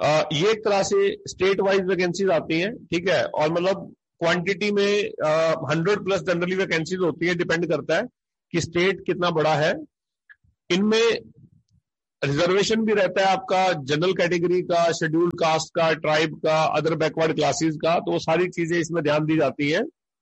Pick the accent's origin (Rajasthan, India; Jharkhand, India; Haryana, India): Haryana, India; हम हरियाणा से बिलोंग करते हैं।